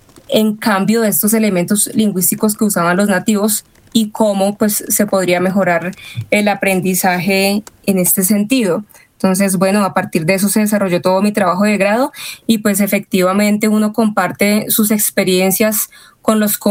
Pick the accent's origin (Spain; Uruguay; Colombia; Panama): Colombia; uno pues se va con sus costumbres arraigadas colombianas